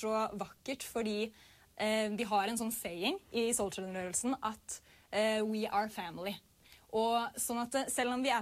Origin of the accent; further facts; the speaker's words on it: Norway; det startade ju i Norge, där jag kommer ifrån.